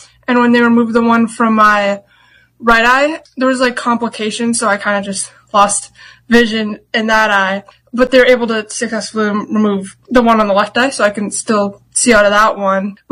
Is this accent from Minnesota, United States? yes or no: yes; Minnesota, United States; because I knew how to skate a little bit because I grew up in Minnesota.